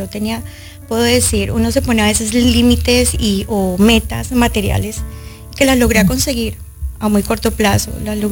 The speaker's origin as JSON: {"language": "Spanish", "country": "Colombia", "also_born_or_lived": "Japan", "moved": "as an adult", "said": "Viajé muy jovencita, salí de Colombia como a los 18 años para Japón con mi familia, wow, por parte de mamá, que vivían todos allí."}